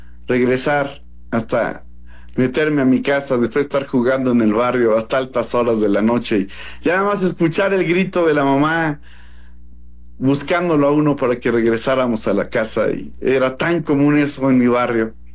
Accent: Mexico

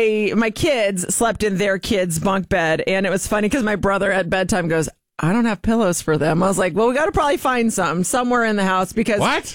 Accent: Kansas City, Missouri, United States; So I went back to Kansas City, my hometown, so stayed with family.

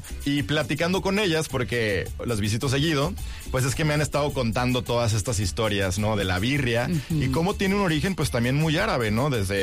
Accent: Mexico; El burrito de la tortillita, para mí, es algo muy nostálgico de la niñez mexicana y que hoy, como adultos mexicanos, siempre vamos a vivir con ese recuerdo.

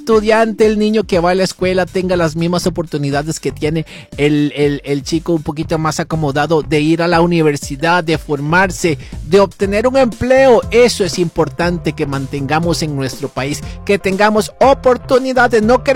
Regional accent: Costa Rica; cómo somos los ticos

